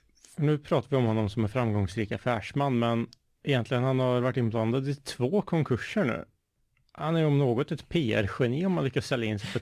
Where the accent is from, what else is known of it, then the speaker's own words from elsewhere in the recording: Sweden; Not skotisk, jag är svensk.